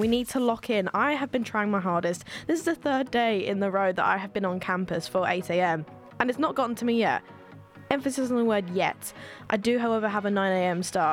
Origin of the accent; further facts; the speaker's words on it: London, United Kingdom; as a Londoner